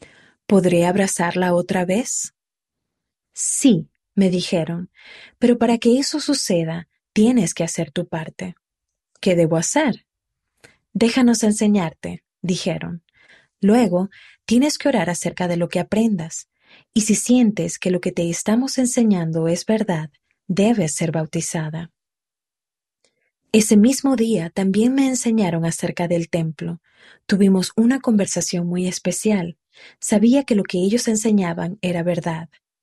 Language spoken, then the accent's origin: Spanish; Matagalpa, Nicaragua; born there; Poco tiempo después, nací en Matagalpa, Nicaragua.